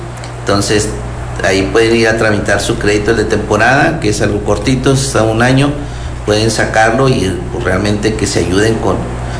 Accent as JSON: {"language": "Spanish", "country": "Mexico"}